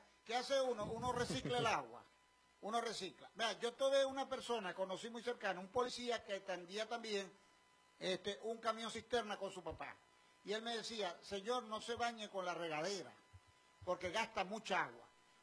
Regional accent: Venezuela; así somos los venezolanos, somos solidarios.

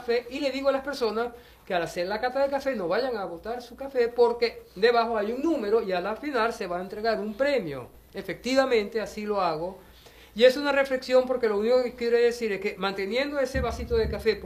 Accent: Maracaibo, Zulia, Venezuela; Nosotros siempre somos maravinos, pero no solamente somos maravinos, somos venezolanos con los brazos abiertos.

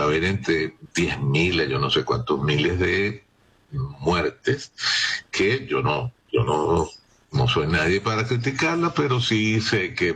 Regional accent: Venezuela; La realidad es que estamos muy compungidos, pues, como venezolanos ante este evento que no se puede predecir

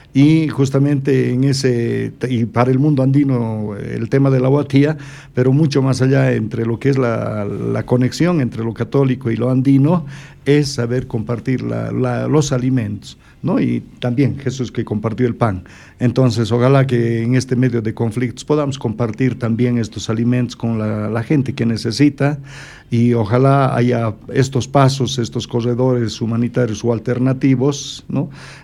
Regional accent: Bolivia

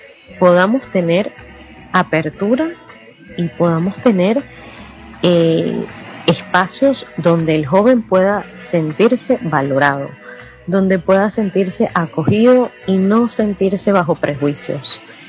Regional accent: Venezuela; Yo creo que como Iglesia venezolana estamos llamados a esto, a ponernos en camino con los jóvenes

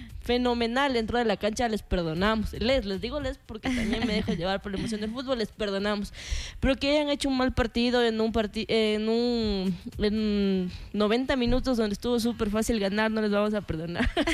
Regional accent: Ecuador; Claro, nosotros como ecuatorianos

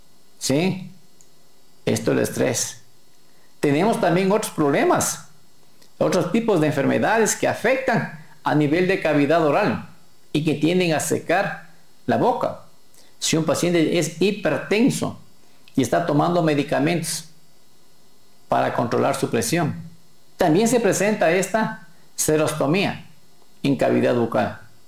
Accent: Ecuador; en mi país, Ecuador, es el país más lindo para los feriados

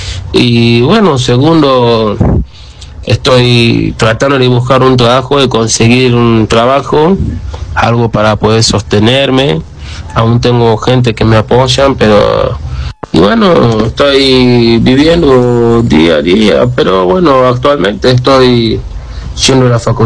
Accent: Sierra Leone; Spanish is a second language; now in Argentina; soy de Sierra Leona. Llegué a Argentina hace 4 años ahora, desde 2022 que llegué.

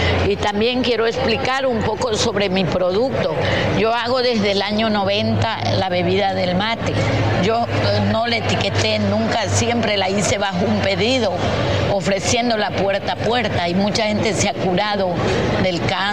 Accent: Lago Agrio, Sucumbíos, Ecuador; yo soy de aquí de Lago Agrio y formo parte de las emprendedoras de aquí de Sucumbío

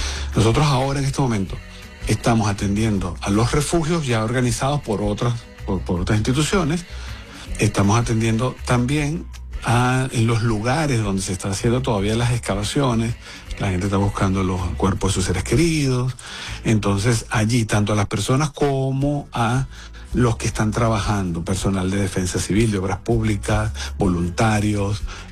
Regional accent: Venezuela; que podamos seguir atendiendo a las personas como todos, como venezolanos

